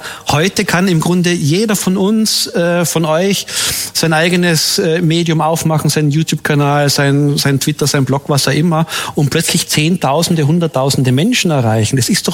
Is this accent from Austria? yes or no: yes; Tyrol, Austria; Ich komme ja ursprünglich aus Tirol, da gibt's die Tiroler Tageszeitung